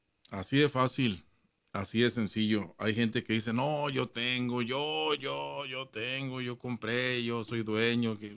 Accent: Ciudad Juárez, Chihuahua, Mexico; cuando yo nací, cuando yo crecí en la frontera en Ciudad Juárez

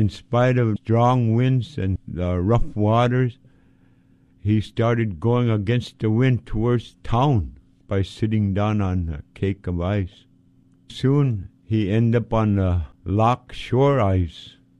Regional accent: Point Hope, Alaska, United States; I'm an Inupiaq from Tikilak, Point Hope, Alaska.

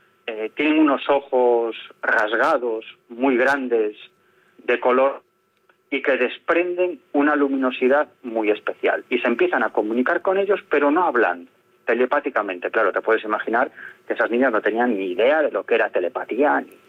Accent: Galicia, Spain; en este caso en Galicia, que es mi tierra

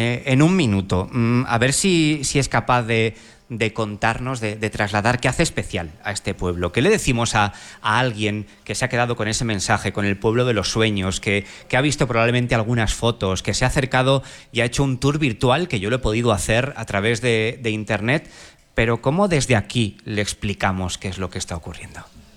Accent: Tudela, Navarre, Spain; las de mi pueblo. Creo que decir pueblo a Tudela tampoco pasa nada

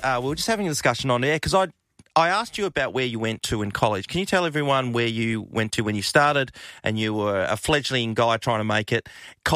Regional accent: Australia; yeah, I'm an Aussie.

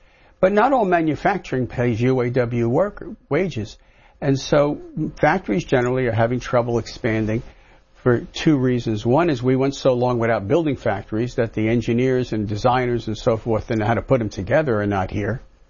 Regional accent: Elmont, New York, United States; I grew up in Elmont, went to Sewanaka High School.

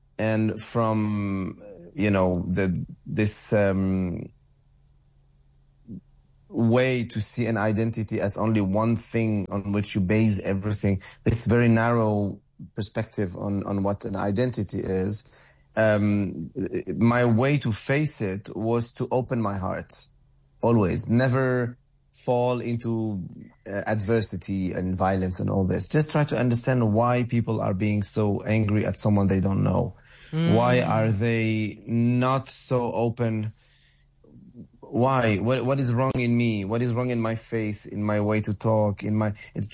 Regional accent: Lebanon; now in Europe; I come from Lebanon and I live in Europe or anything like that.

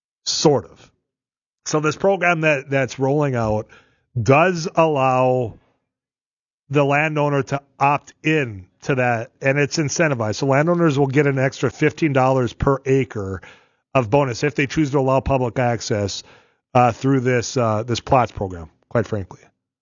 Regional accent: Leeds, North Dakota, United States; I mean, I'm from Leeds.

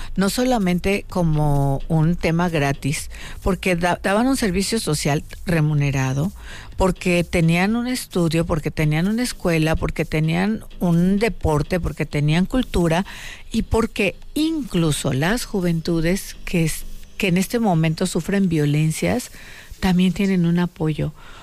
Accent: Guerrero, Mexico; como mexicano, como guerrerense

